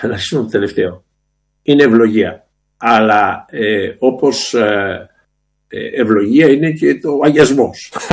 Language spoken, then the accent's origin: Greek; Greece